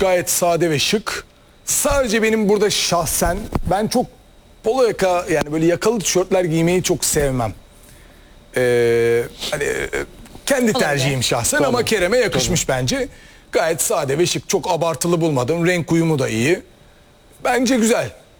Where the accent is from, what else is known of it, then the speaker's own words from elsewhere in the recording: Skopje, North Macedonia; Turkish is a second language; Üsküp. Tabii. Arnavutuz biz.